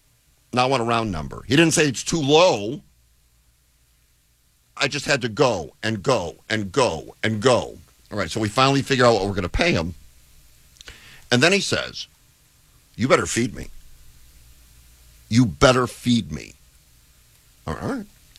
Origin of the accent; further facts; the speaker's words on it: Los Angeles, California, United States; Again, we're from Los Angeles.